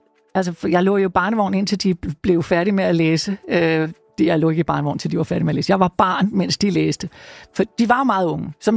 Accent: Skovlunde, Capital Region of Denmark, Denmark; I Skovlunde

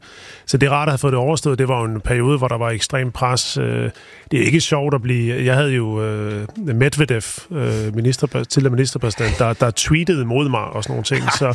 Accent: Odense, Region of Southern Denmark, Denmark; Jeg kommer ret nok fra Odense, ja.

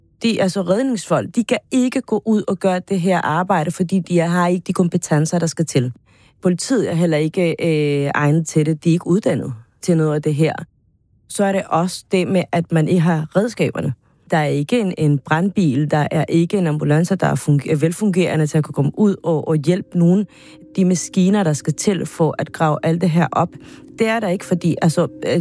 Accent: Venezuela; now in Denmark; Så det her med at undersøge, jamen altså, hvor slemt er det? Det jeg gør, det er, at jeg hører radio, altså lokal radio fra Venezuela.

